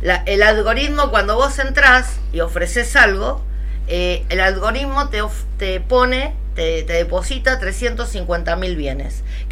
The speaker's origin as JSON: {"language": "Spanish", "country": "Argentina", "said": "los valores solidarios que tenemos como argentinos"}